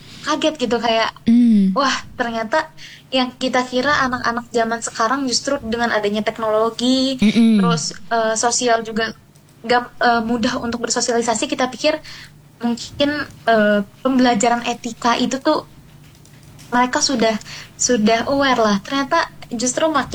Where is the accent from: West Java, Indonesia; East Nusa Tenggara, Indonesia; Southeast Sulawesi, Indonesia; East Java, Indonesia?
West Java, Indonesia; Bandung; born there; sebetulnya saya ini lahirnya di Bandung, tapi orang tua dan keluarga besar semua ada di Sulawesi Tengah.